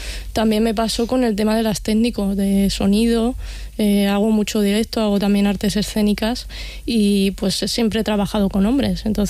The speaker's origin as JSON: {"language": "Spanish", "region": "Castilla-La Mancha", "country": "Spain", "said": "yo soy de Castilla-La Mancha y no había ningún estudio concretamente de la comunidad autónoma"}